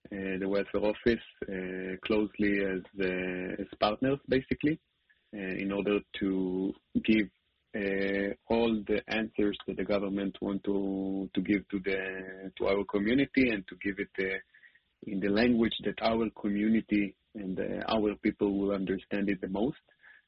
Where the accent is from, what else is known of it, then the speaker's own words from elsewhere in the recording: Holon, Tel Aviv District, Israel; the club that he goes in Holon, my hometown.